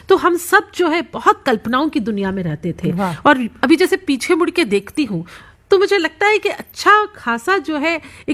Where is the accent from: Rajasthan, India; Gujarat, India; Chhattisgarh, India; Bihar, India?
Chhattisgarh, India; Bhilai; also born or lived in Mumbai; now in Delhi, India; ये छत्तीसगढ़ में एक बहुत खूबसूरत सा शहर है जहां मेरी पैदाइश हुई, जहां मैं पली बड़ी। भिलाई स्टील प्लांट में मेरे अप्पा काम करते थे। मैं अप्पा कह रही हूँ तो सब सुनने वालों को पता लग ही गया होगा कि मैं दक्षिण भारती हूँ